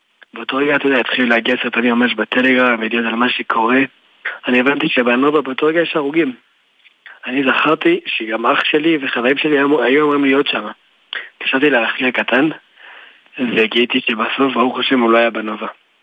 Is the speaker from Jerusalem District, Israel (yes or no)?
yes; Jerusalem, Jerusalem District, Israel; also born or lived in France; אני האמת נולדתי בצרפת, אני צרפתי. כשהייתי בן 3 חודשים עליתי לארץ עם כל המשפחה שלי. והייתי נער, גדלתי בירושלים.